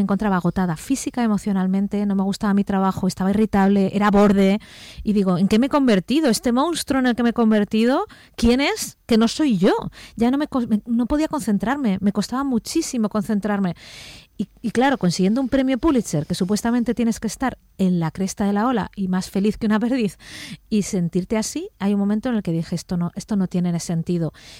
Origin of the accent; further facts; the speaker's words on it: Madrid, Community of Madrid, Spain; born there; Yo nací en Madrid, pero mi padre es de Málaga y mi madre era de Almería